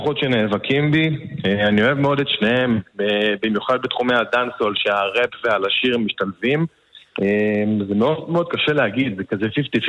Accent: Nesher, Haifa District, Israel; moved away as an adult; also born or lived in Tel Aviv / Ramat Gan; now in Ashkelon, Israel; אני במקור מנשר, ועכשיו אני אשקלוני.

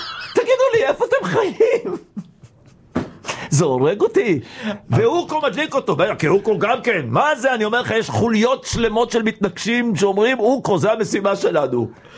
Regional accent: Egypt; אני מצרי.

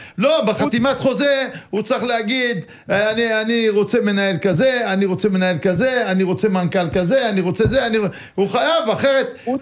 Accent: Netanya, Central District, Israel; אנחנו גדלנו במכה בנתניה, גם אני, גם אתה

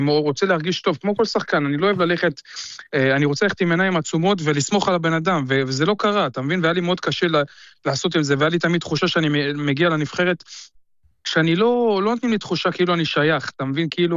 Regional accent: Haifa, Haifa District, Israel; אני גדלתי בישראל, אני בחיפה, אני לא ידעתי מרומניה, בחיים גם לא הייתי ברומניה לפני

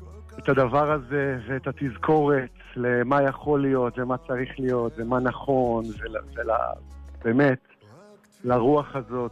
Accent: Nof HaGalil, Northern District, Israel; moved away; אני גדלתי בנצרת עילית, היום זה נוף הגליל.

